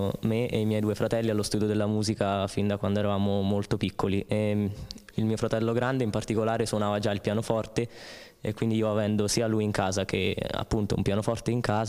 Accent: Milan, Lombardy, Italy; born there; also born or lived in Ancona; now in Recanati, Italy; io sono nato a Milano nel 1998 e da 10 anni ormai vivo nelle Marche, prima sono vissuto ad Ancona e poi a Recanati.

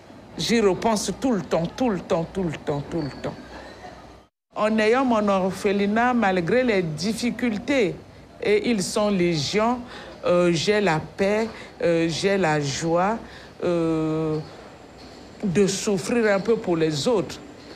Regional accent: Republic of the Congo; Je suis religieuse, je suis congolaise, j'habite au Congo-Brazzaville, à Brazzaville, en Pila.

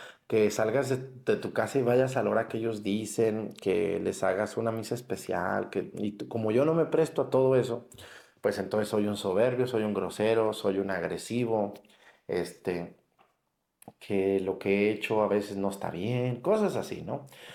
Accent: Mexticacán, Jalisco, Mexico; moved away; yo soy de Mexicacán y ahí mucha gente me quiere, me apoya, me anima.

